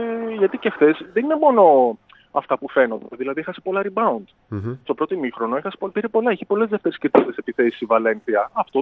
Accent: Greece

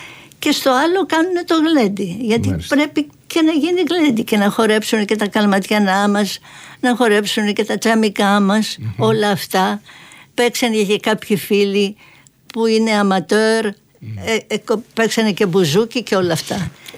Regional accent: Kalavryta, Western Greece, Greece; στο χωριό μου πριν από 3-4 χρόνια. Είναι στα Καλάβρητα, έξω από τα Καλάβρητα.

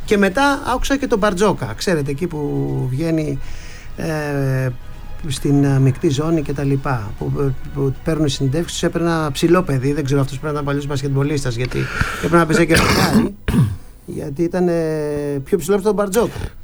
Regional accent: Greece; εγώ είμαι ευχαριστημένος ως Έλληνας

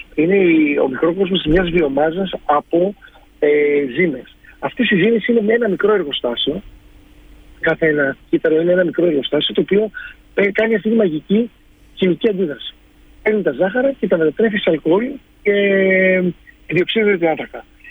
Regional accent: Kefalonia, Ionian Islands, Greece; Δεν είναι επειδή είμαι Κεφαλονίτης και το λέω.

